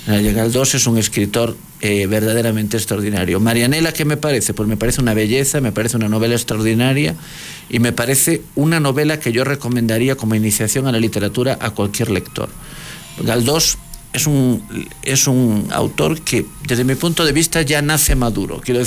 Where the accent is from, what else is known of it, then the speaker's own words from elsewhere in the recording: A Coruña, Galicia, Spain; moved away as an adult; Galicia, ¿no? Donde yo viví mis primeros 23 años.